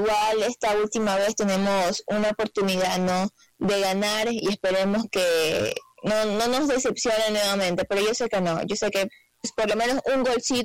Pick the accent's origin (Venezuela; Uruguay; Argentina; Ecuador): Ecuador; todos somos ecuatorianos